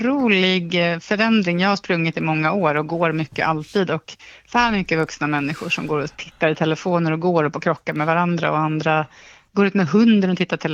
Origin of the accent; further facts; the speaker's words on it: Eskilstuna, Södermanland, Sweden; now in Stockholm, Sweden; jag är från Eskilstuna från början, jag flyttade till Stockholm för 30 år sedan. Jag är i Eskilstuna ibland